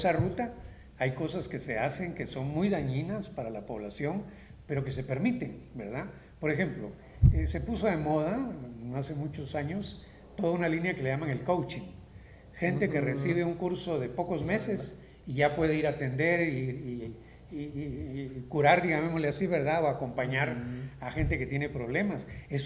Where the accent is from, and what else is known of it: Guatemala